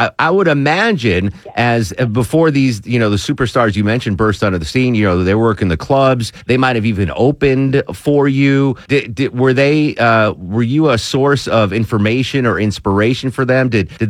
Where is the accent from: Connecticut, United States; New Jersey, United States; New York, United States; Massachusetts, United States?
Connecticut, United States; Torrington; I come from Torrington, Connecticut. It's a small little hamlet. There wasn't much crime. It was just a nice little town. Mill town. Blue collar. You know, it was just, a fantastic place to grow up.